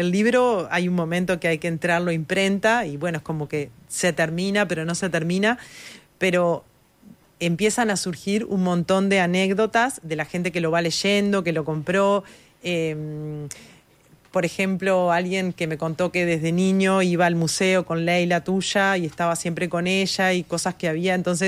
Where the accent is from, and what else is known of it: Uruguay